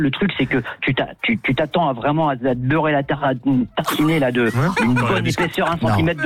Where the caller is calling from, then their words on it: Cambrai, Hauts-de-France, France; J'habite ben pas loin de l'autre. Hein. Je suis à Cambrai, moi.